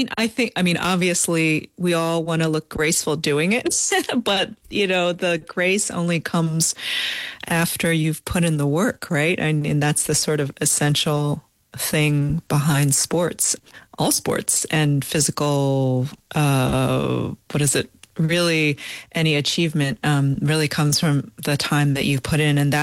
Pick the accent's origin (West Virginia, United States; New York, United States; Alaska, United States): New York, United States; Long Island; And we grew up, my brother and I grew up on Long Island in New York, and we were immersed in water and swimming since a very young age